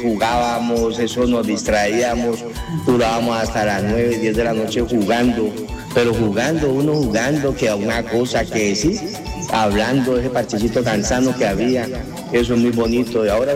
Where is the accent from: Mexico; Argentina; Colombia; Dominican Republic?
Colombia; escuchando Olímpica Estéreo. Lo mejor de mi barrio, cuando yo me crié en el Alfonso López